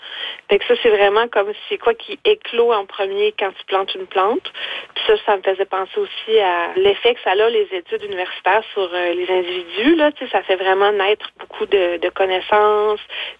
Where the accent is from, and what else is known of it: Rimouski, Quebec, Canada; born there; now in Saint-Narcisse-de-Rimouski, Canada